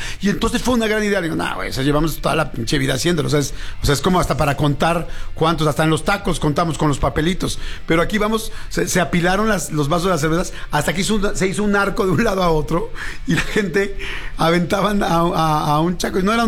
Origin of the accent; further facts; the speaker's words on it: Mexico; para los que ya estamos más grandes, la última oportunidad de tener un mundial en nuestro país para gente como yo, que ya estoy en el quinto piso